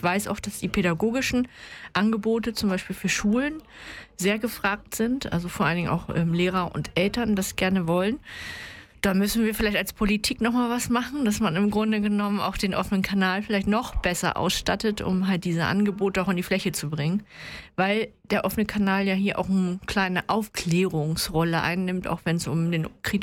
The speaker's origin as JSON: {"language": "German", "region": "Schleswig-Holstein", "country": "Germany", "said": "Ich komme aus Nordfriesland"}